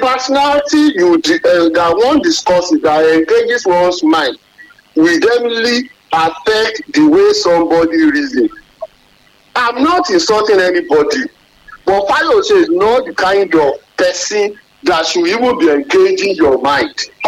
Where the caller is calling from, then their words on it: Ibadan, Oyo, Nigeria; I'm here from Akobo.